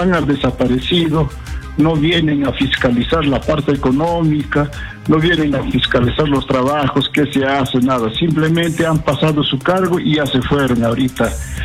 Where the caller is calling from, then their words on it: Ticlacayán, Pasco, Peru; mi pueblo hermoso, querido Ticlacayán